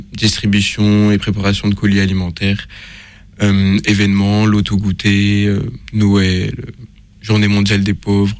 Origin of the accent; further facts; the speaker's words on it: Montpellier, Occitanie, France; parce que j'étais dans une nouvelle ville, parce que de base, je viens de Montpellier.